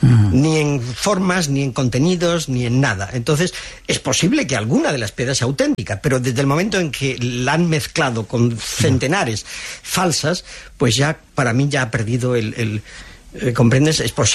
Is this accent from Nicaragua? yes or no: no; Spain